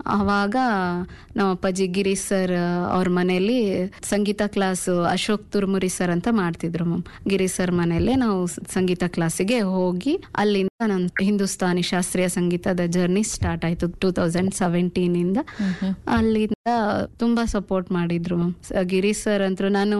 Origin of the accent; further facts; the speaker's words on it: Vijayanagara district, Karnataka, India; moved away as an adult; also born or lived in Harapanahalli; now in Davanagere, India; ನಮ್ದು ಕುಣೆಮಾದಿ ಹಳ್ಳಿ ಅಂತ, ಕೊಟ್ಟೂರ್ ಹತ್ರ, ಹರಪನಹಳ್ಳಿ ತಾಲೂಕು, ವಿಜಯನಗರ ಡಿಸ್ಟಿಕ್ ನಮ್ದು. ಅಲ್ಲಿ ನಮ್ದು ಒಂದು ಚಿಕ್ಕ ಗ್ರಾಮ